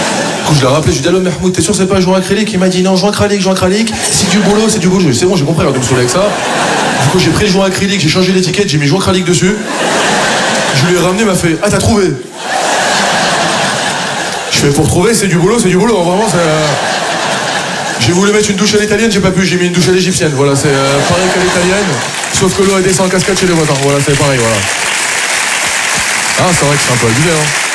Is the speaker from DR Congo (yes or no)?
no; France; Non, je suis fier de mes origines et je suis fier d'être français, moi aussi. Je suis un bon français, je suis fier d'être français